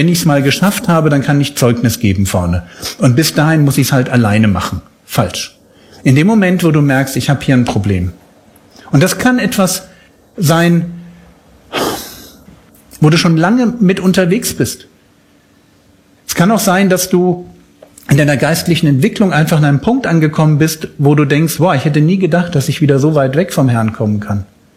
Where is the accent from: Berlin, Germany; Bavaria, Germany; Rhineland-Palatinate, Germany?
Berlin, Germany; bin ja aus Berlin und in Berlin haben wir vielleicht mehr Leute